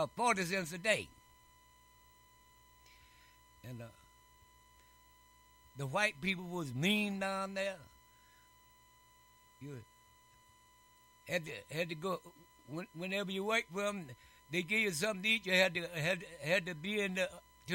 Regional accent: Valdosta, Georgia, United States; now in Philadelphia, United States; I'm from Valdosta, Georgia, about 12 miles from the line of Florida. In my boyhood, you couldn't hardly find no work to do.

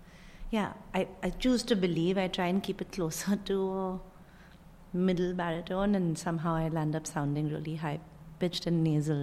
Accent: Mumbai, Maharashtra, India; moved away; I'm originally from Bombay, India.

